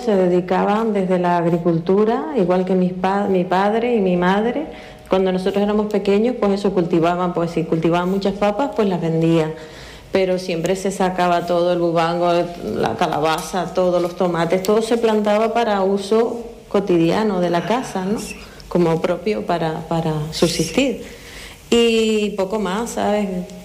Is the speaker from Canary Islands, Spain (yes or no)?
yes; Icod de los Vinos, Canary Islands, Spain; Sí, yo pasé toda mi infancia en Santa Bárbara, en ICO de los Vinos. Pues soy la mayor de cuatro hermanos, una familia muy humilde, que se dedicaba también pues a la agricultura y poco más.